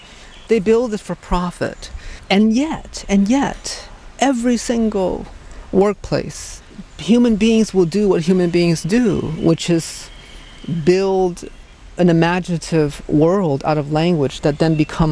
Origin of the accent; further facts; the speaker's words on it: Hartford, United States; You know, when I was a little boy growing up in Hartford, on Sundays we would go to the Baptist church